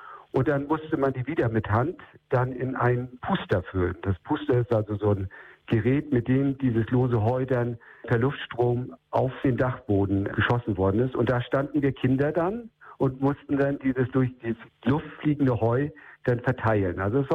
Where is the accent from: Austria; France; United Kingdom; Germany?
Germany; Hooge, Schleswig-Holstein; Muss man sagen, ich als Kind auf Hooge habe auch viel mitgearbeitet erstmal.